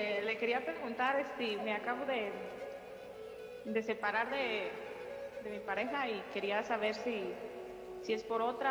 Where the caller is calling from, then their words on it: Panindícuaro, Michoacán, Mexico; De Panindícuaro.